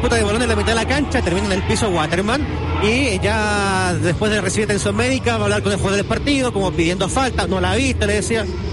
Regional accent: San Fernando, O'Higgins, Chile; born there; Lo que pasa es que en la mañana estaba en mi tierra, en San Fernando

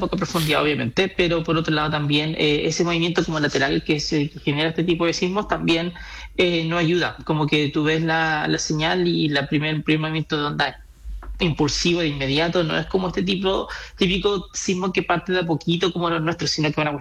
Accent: Chile; somos chilenos

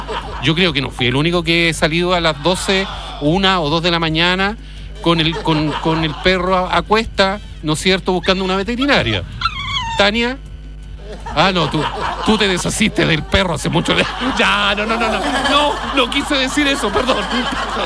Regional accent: Lota, Biobío, Chile; yo soy de Lota.

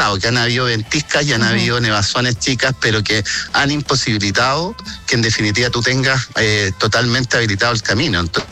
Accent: Los Andes, Valparaíso, Chile; born there; los que nacimos acá en Los Andes

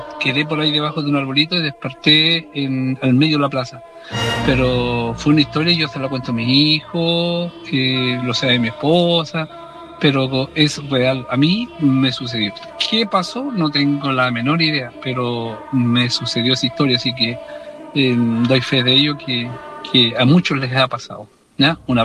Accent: Carahue, Araucanía, Chile; now in Temuco, Chile; yo soy carabueno. Yo soy nacido y criado en Carahue. Tantos años ya por razones de estudio y todo me tuve que venir a Temuco. Pero yo soy carabueno, nacido y criado en Carahue, en aquel tiempo la vía estación de Carahue.

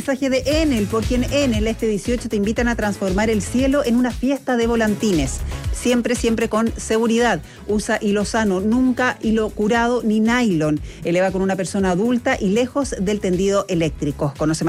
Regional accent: Chile

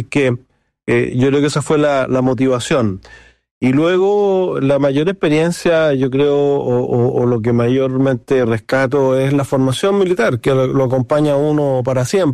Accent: Valparaíso, Chile; also born or lived in Viña del Mar; La verdad que yo nací en Viña del Mar, pero viví los primeros años de vida en Valparaíso.

